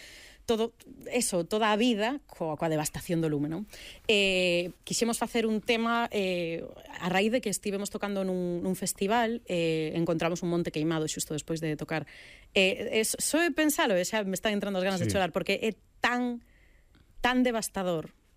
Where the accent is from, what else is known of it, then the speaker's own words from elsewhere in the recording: Galicia, Spain; na nosa historia como galegos, refiro-me ao povo galego